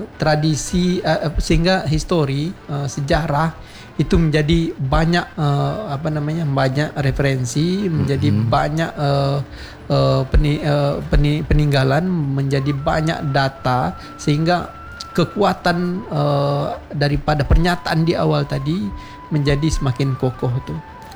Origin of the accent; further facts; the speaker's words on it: Riau, Indonesia; mereka Sumatera Selatan, kita Riau, kira-kira gitu. Tapi kalau persoalan sejarah kita terikat satu sama lain, ya kita pasti akan mengatakan kita sama-sama orang Melayu